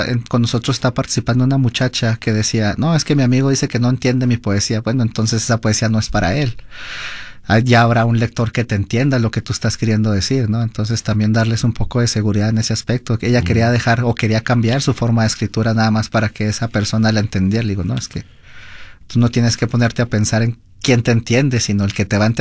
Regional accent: Mexico; entonces trata uno de decir, ah, yo soy mexicano y también puedo, yeah, escribir como ellos

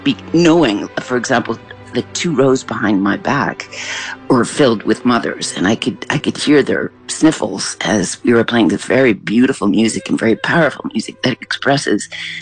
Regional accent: Canada; So I'm very proud of my Canadian roots. I grew up in Canada in a Ukrainian community.

